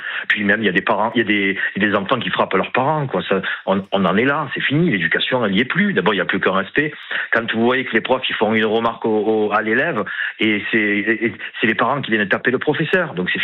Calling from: Marseille, Provence-Alpes-Côte d'Azur, France; moi j'habite à Marseille, dans les banlieues.

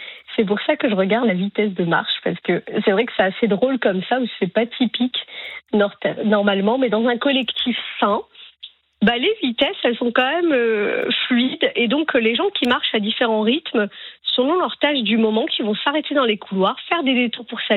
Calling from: Herblay, Île-de-France, France; Alors, je vous appelle de chez moi, oui. Du coup, c'est à Herblay dans le 95.

